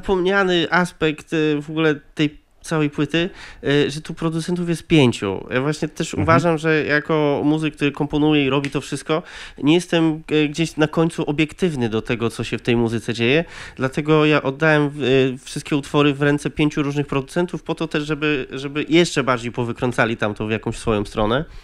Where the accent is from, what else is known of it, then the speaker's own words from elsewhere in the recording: Opoczno, Łódź Voivodeship, Poland; also born or lived in Copenhagen; ja jestem z Opoczna